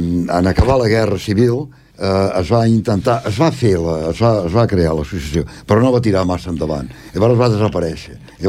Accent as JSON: {"language": "Catalan", "town": "L'Hospitalet de Llobregat", "region": "Catalonia", "country": "Spain", "tie": "born there", "lives_now": "Esplugues de Llobregat, Spain", "said": "No, jo vaig néixer al barri de la Torrassa de l'Hospitalet de Llobregat, el 6 del 3 del 33. Vaig néixer a la Torrassa, sóc enginyer industrial i resideixo a Esplugues des de l'any 1967."}